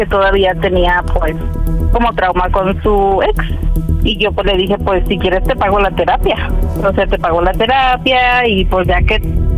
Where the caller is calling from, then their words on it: Guadalajara, Jalisco, Mexico; 32 y soy de Guadalajara.